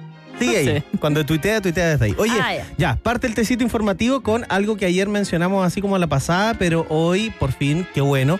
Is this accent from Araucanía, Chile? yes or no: no; Viña del Mar, Valparaíso, Chile; now in Santiago, Chile; Resulta que yo soy de Viña y llevo 6 años viviendo en Santiago. 7. 7 años viviendo en Santiago